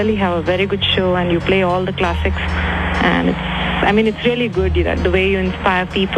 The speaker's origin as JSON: {"language": "English", "country": "India", "said": "Actually, it's a very complicated name because I'm an Indian, so..."}